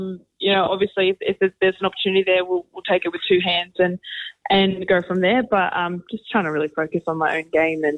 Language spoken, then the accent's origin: English; Sydney, New South Wales, Australia; now in New Zealand; So I grew up in Sydney, and I've been playing over here for about 5 seasons now.